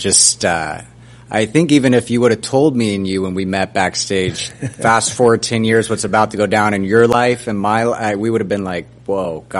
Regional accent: Orlando, Florida, United States; Grew up in Orlando, Florida

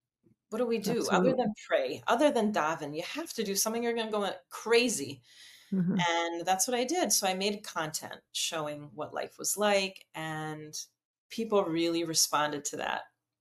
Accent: Minnesota, United States; moved away as an adult; now in Israel; I grew up in Minnesota, which is Midwest, which is like a total opposite of Israel as far as just the pace of life and the stress levels.

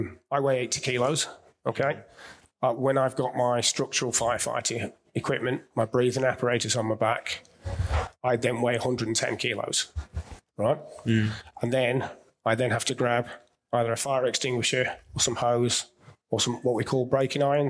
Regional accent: Australia; We just call it BA because we're Australian and we're a bit lazy.

